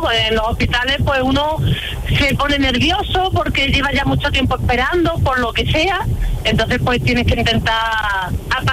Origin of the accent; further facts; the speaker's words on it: Peñarroya-Pueblonuevo, Andalusia, Spain; Pues soy de Peñarroya, por lo nuevo.